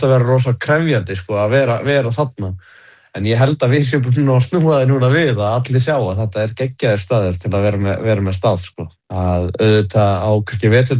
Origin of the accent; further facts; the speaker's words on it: Akureyri, Northeastern Region, Iceland; Ég held og núna þú veist, ég er frá Akureyri og ég sem barn, ég bjórendar ekki í hverfinu